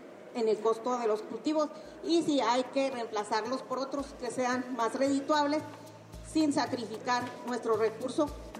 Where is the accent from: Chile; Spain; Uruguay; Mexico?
Mexico; Saucillo, Chihuahua; yo también vengo de Saucillo, que está ubicado en la región Centro